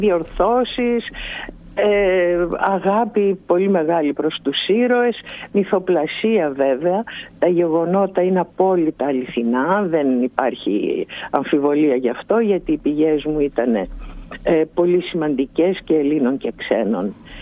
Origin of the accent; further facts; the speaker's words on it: Istanbul, Turkey; και εγώ κατάγομαι από την Κωνσταντινούπολη